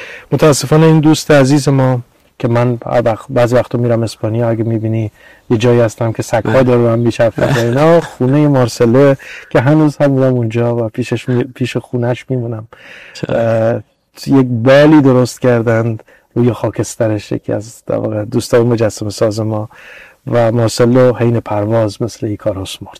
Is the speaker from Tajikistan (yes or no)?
no; Iran; born there; این که فرض کنیم من انسانی که در ایران به دنیا آمدم خیلی ویژه‌ام